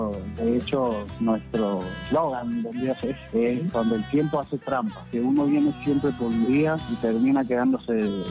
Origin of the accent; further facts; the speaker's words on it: Yerba Buena, Tucumán, Argentina; moved away as an adult; now in Amaicha del Valle, Argentina; yo soy de San Miguel de Tucumán, en realidad de Yerbabuena, al lado de San Miguel de Tucumán. Hace 12 años ya estoy radicado en Amaicha, pueblo que está en el oeste de la provincia, pasando los cerros.